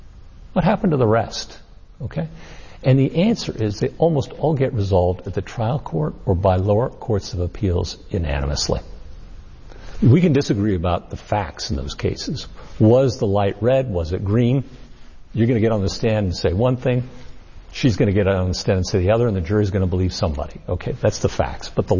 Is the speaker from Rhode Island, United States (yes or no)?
no; Colorado, United States; I'm from Colorado.